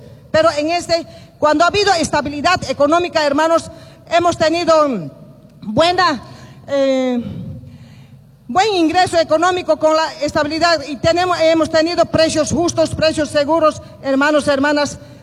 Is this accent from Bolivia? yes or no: yes; Bolivia; nuestros derechos que nosotros tenemos en nuestro país como bolivianos.